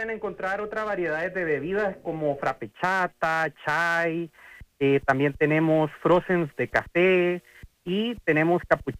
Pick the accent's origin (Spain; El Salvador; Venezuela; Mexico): El Salvador; todo aquello que nos hace orgullosamente salvadoreños